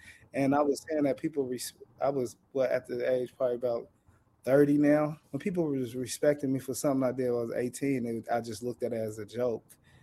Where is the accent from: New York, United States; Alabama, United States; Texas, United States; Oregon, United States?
Oregon, United States; Portland; I'm from beautiful Portland, Oregon.